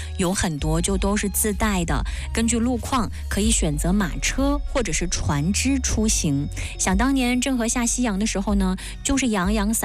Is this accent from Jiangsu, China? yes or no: yes; Zhenjiang, Jiangsu, China; 我的家乡镇江